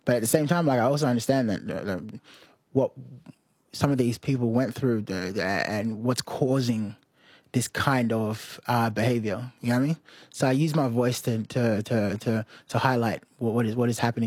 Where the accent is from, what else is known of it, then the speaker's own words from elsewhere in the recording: Australia; The thing is, if we say we're Australian, people will say you're not. And then when we celebrate our Sudanese, they're like, well, if you like it so much, why don't you go back?